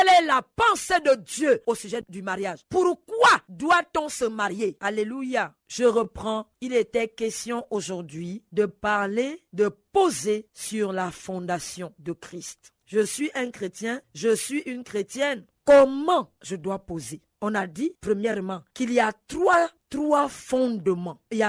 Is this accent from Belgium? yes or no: no; Gabon; now in Côte d'Ivoire; est récurrent au Gabon chez moi? On a eu cela. Tout le monde est d'accord avec moi que ça ne va pas. Je viens ici en Côte d'Ivoire, j'entends pire.